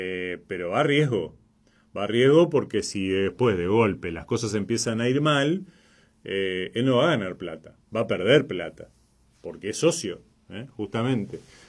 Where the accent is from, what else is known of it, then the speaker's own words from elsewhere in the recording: Argentina; nosotros somos los vecinos de Brasil